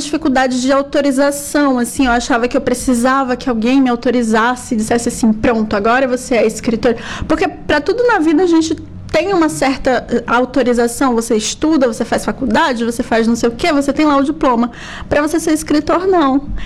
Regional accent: São Luís, Maranhão, Brazil; eu nasci em São Luís, fui criada em São Luís. São Luís é uma ilha, né, também.

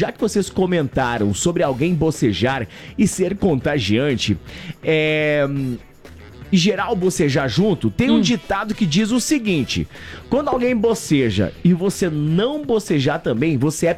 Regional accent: Coronel Freitas, Santa Catarina, Brazil; Inclusive, tem uma festa, Duda, que acontece todos os anos lá na minha cidade, em Coronel Freitas.

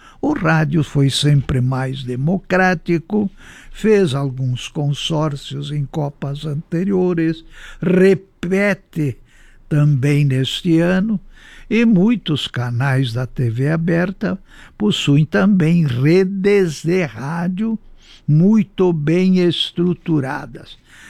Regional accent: Brazil

